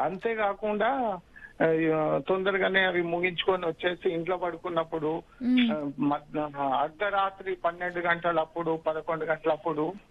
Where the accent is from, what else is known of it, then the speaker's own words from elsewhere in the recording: Nizamabad, Telangana, India; born there; ఆదర్శ నగర్, నిజామాబాద్ నుంచి.